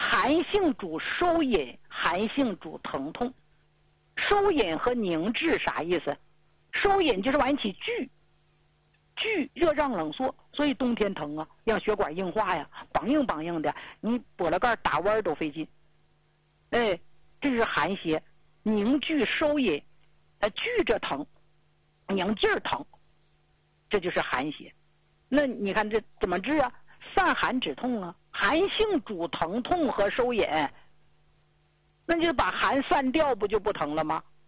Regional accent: Jilin, China; accent: Northeastern (dachazi flavour); moved away; 吉林是我老家呀，你看我一说话满嘴大碴子味儿，就东北人，那是我的老家

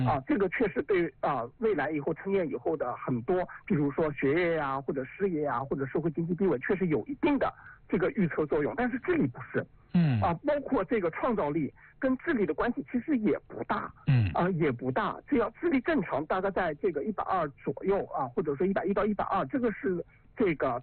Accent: China; 我们中国人讲的这个家有一老如有一宝

